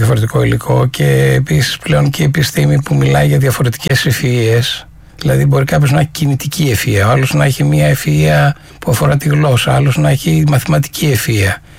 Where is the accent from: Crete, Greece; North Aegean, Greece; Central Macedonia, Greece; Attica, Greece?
Central Macedonia, Greece; Thessaloniki; also born or lived in Bitola, North Macedonia; Θυμάμαι πάρα πολύ έντονα στην Θεσσαλονίκη, εκεί που μεγάλωσα, Αριστοτέλους και Τσιμισκή